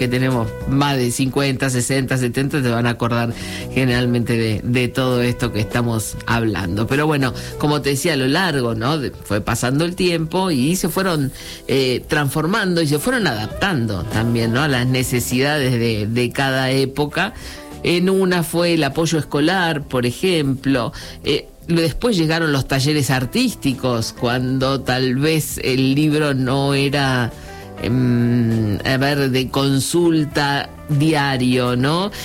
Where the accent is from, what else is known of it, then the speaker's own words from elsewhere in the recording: Buenos Aires, Argentina; yo me crié en Capital Federal, en todos los barrios había una biblioteca, ¿no?